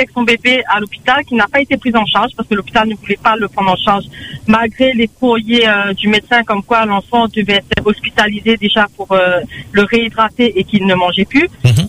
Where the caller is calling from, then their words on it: La Possession, Réunion; j'habite à la Possession